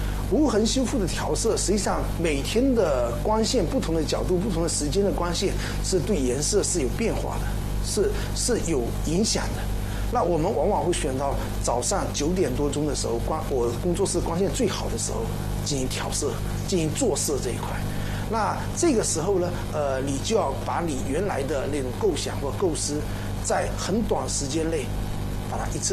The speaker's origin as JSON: {"language": "Chinese", "town": "Fuzhou", "region": "Fujian", "country": "China", "said": "我们福州话叫做 key one line"}